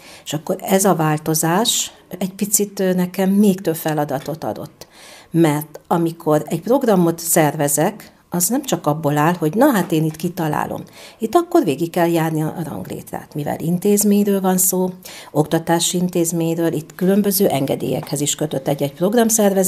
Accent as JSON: {"language": "Hungarian", "town": "Nyíregyháza", "region": "Szabolcs-Szatmár-Bereg", "country": "Hungary", "tie": "born or raised there", "said": "Mivel én tőzsgyökeres sóstóhegyi vagyok, említettem, én ide jártam iskolában, a szüleim is idevalóak, nagyszüleim is."}